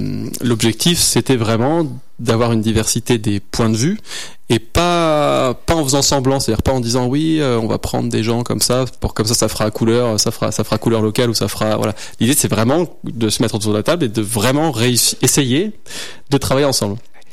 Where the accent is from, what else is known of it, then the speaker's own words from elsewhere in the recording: Grenoble, Auvergne-Rhône-Alpes, France; also born or lived in Saint-Martin-d'Hères / Paris / Dijon; Je suis grenoblois. Je suis né à Saint-Martin-d'Hères. Oui. J'ai grandi à Grenoble et j'ai fait mes études à Grenoble.